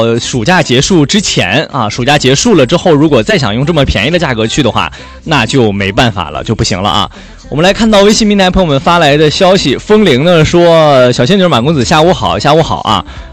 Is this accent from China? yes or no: yes; northern China, China; now in Hainan, China; 像我们老家那边基本上也都是只有30度出头。